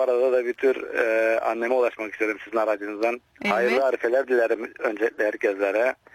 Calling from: Germany; Almanya'dan arıyorum.

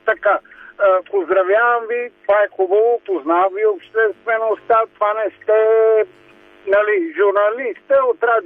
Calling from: Sofia, Sofia City, Bulgaria; Аз съм софиянец, аз ги живея нещата в София

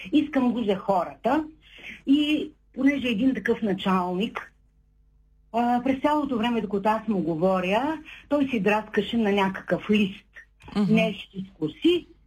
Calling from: Shumen, Shumen Province, Bulgaria; съм от Шумен.

